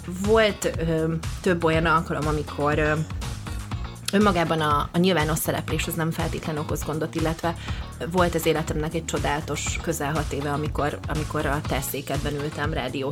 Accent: Ózd, Borsod-Abaúj-Zemplén, Hungary; moved away as an adult; also born or lived in Dunaújváros; now in Budapest, Hungary; Én eredetileg borsodi vagyok, ózdi, onnan mentem át.

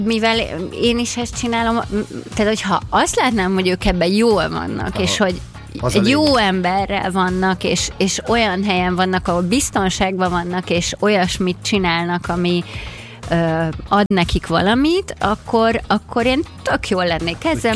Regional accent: Brazil; Brazíliába megmutatni a családomnak azt, hogy hol voltam gyerek

